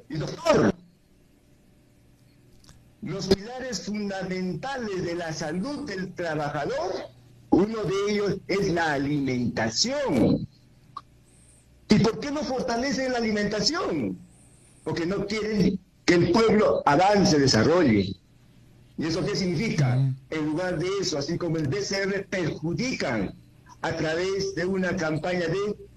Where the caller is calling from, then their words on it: Juliaca, Puno, Peru; desde Juliaca, Puno, Perú.